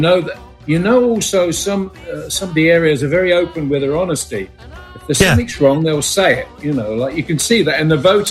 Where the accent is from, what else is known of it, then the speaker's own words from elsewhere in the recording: London, United Kingdom; accent: London; And I don't think he'd ever heard my London accent.